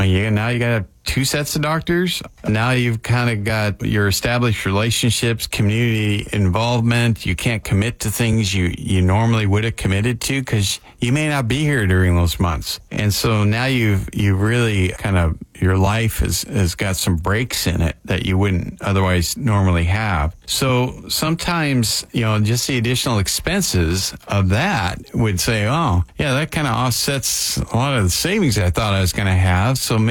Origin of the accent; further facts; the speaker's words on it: Washington, United States; I'm from Washington.